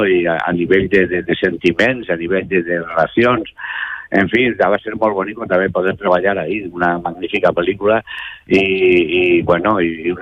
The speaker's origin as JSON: {"language": "Catalan", "region": "Valencian Community", "country": "Spain", "said": "perquè som valencians"}